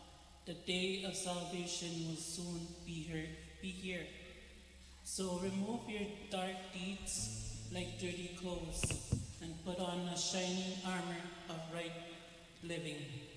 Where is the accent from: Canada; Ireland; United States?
Canada; Split Lake, Manitoba; I'm from Spit Lake.